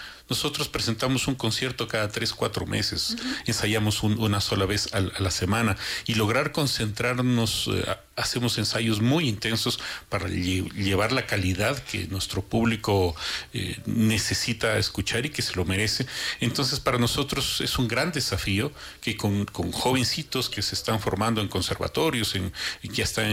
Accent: Ecuador

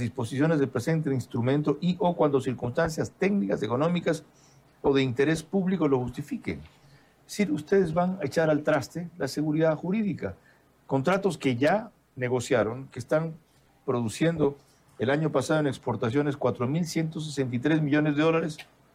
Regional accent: Ecuadorian coast, Ecuador; Como decimos los montubios en mi tierra.

